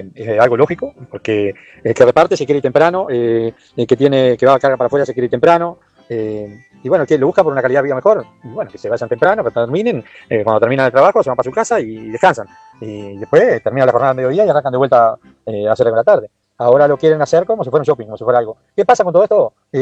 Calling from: San Antonio, Uruguay; de San Antonio.

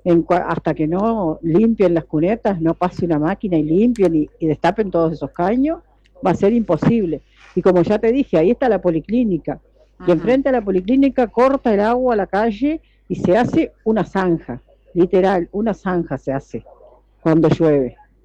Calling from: Barros Blancos, Canelones, Uruguay; yo soy de Barros Blanco

